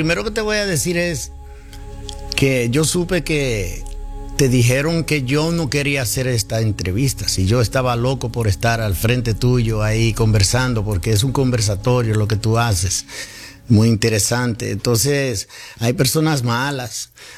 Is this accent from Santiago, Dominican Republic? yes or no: yes; San José de las Matas, Santiago, Dominican Republic; Yo nací en la Clínica Corominas de Santiago, pero yo me crié, soy de San José de las Matas. Mis padres, pues, vivían allí, vivimos todavía. Soy cibaeño de pura cepa.